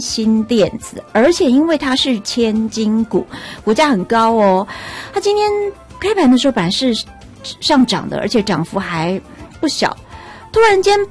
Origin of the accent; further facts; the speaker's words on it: Taiwan; 我们台湾人很有趣，我们台湾人呢对于这个不同的节气齁，买卖股票跟投资啊也是绑在一起的